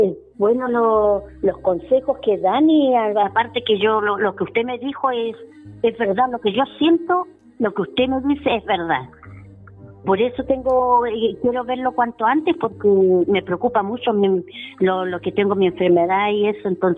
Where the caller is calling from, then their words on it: Santiago, Santiago Metropolitan Region, Chile; yo no soy de acá, soy de Santiago, pero tengo casita acá en Coñaripe.